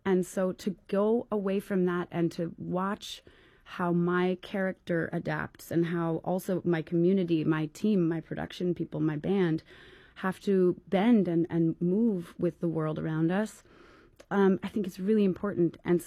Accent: Waitsfield, Vermont, United States; now in Topanga, United States; we also bought a farm in my hometown in Waitsfield, Vermont

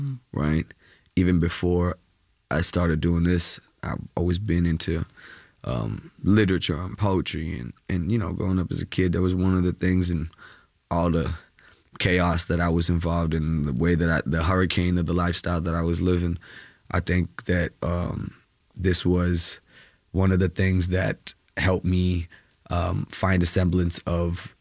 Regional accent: Kerala, India; now in Bangalore, India

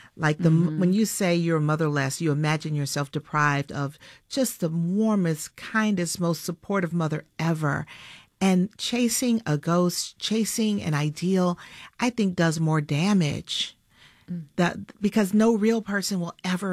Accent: Atlanta, Georgia, United States; moved away as an adult; I moved back to my hometown.

